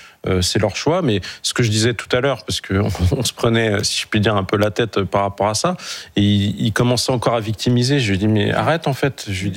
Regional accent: Île-de-France, France; moi je viens du Val-de-Marne

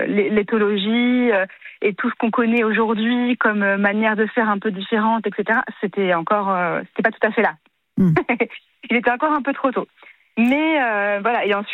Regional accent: Maisons-Laffitte, Île-de-France, France; J'ai grandi à Maisons-Lafitte, en région parisienne.

